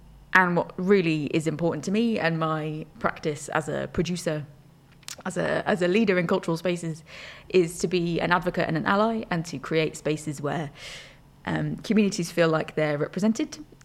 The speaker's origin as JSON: {"language": "English", "town": "Wolverhampton", "region": "West Midlands", "country": "United Kingdom", "said": "I will say I'm a Midlands girl. I'm from Wolverhampton. You might hear the accent come out a little bit, not so much."}